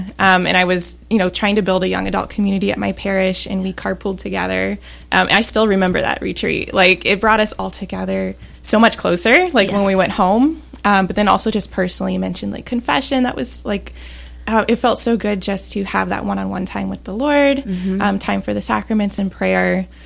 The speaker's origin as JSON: {"language": "English", "region": "Florida", "country": "United States", "said": "I'm from Martin County."}